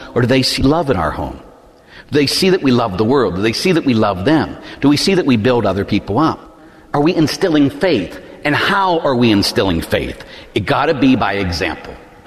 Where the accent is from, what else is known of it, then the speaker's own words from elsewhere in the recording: Pittsburgh, Pennsylvania, United States; I grew up in Pittsburgh